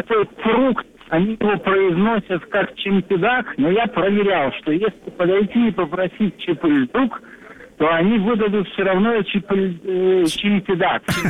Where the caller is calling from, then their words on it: Indonesia; Я звоню вам из Индонезии. У нас уже вот 11 ночи.